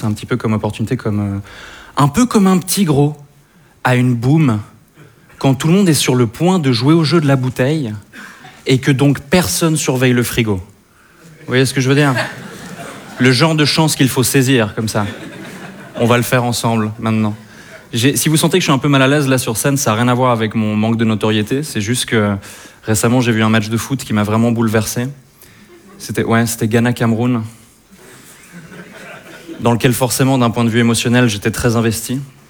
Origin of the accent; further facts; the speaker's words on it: Switzerland; moved away; Moi, je viens pas tout à fait d'ici, par ailleurs. Je pense que ça se voit, en plus. Ces cheveux noirs, c'est très latin. Et effectivement, je suis suisse.